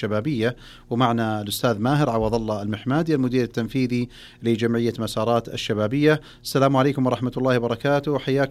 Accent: Saudi Arabia; أذكر أن من أول يعني قبل تطور الطب عندنا في السعودية

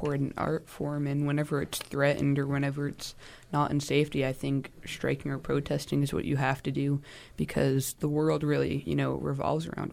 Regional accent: Pittsburgh, Pennsylvania, United States; born there

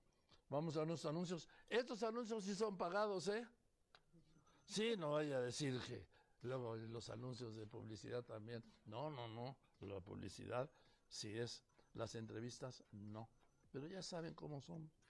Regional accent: Madrid, Community of Madrid, Spain; born there; Entonces yo sí nací en Madrid.

